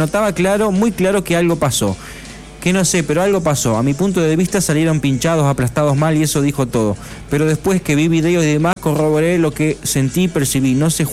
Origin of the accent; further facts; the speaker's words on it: Argentina; me duele a mí como argentino